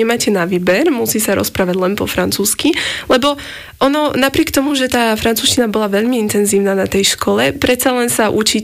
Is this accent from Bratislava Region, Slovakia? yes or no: yes; Bratislava, Bratislava Region, Slovakia; Vyrastala som v širšom centre mesta.